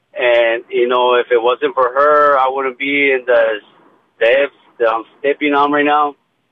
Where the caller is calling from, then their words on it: Laredo, Texas, United States; In Laredo, Texas.